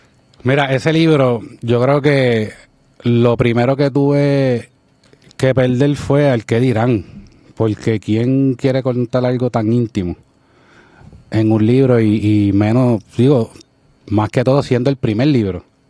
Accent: Carolina, Puerto Rico; Yo soy puertorriqueño, de Carolina. Criado y nacido, ¿verdad?, en el área de San Juan, Carolina, pero de papá dominicano y madre obviamente puertorriqueña

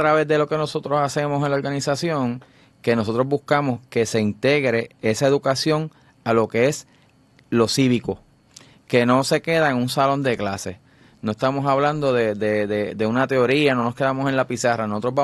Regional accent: Puerto Rico; Por eso cada vez que nosotros como puertorriqueños logramos algo a través del deporte, lo celebramos con tanto fervor

